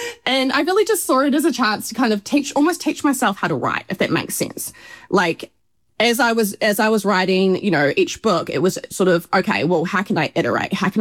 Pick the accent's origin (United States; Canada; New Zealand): New Zealand; Which doesn't come sort of naturally to me as a Kiwi anyway